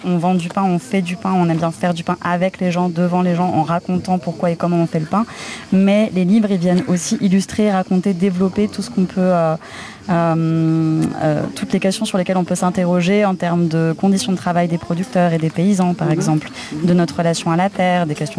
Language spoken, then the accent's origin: French; Paris, Île-de-France, France; Je suis parisienne. Je serai toujours parisienne.